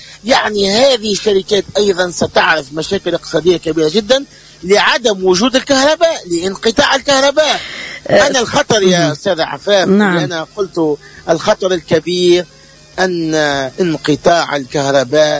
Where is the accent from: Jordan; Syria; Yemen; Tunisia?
Tunisia; احنا اليوم عندنا في تونس